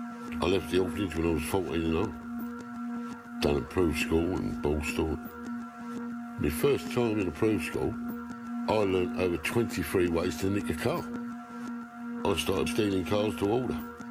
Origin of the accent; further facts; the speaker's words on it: London, United Kingdom; born there; I was born in East End, in East London. Shipped to an orphanage when I was a couple of years of age. I left the orphanage when I was 14